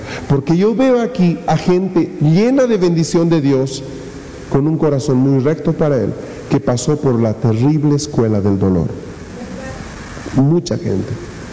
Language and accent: Spanish; Bolivia